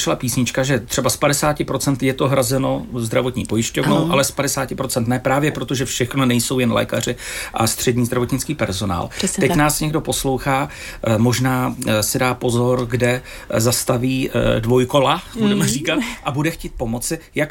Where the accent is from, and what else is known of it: Stěžery, Hradec Králové Region, Czechia; born there